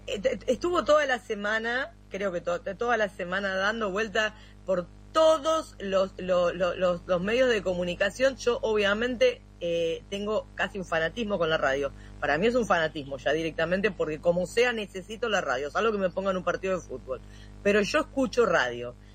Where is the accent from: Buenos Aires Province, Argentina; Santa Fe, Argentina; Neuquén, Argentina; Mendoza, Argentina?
Santa Fe, Argentina; Yo no soy de Rosario, ustedes lo saben, soy de una localidad del interior de la provincia de Santa Fe, y como en todas las localidades chicas, más allá de que es una ciudad, no es un pueblo